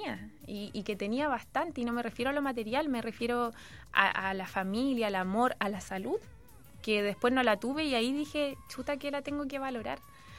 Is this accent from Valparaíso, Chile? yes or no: yes; San Antonio, Valparaíso, Chile; yo soy de San Antonio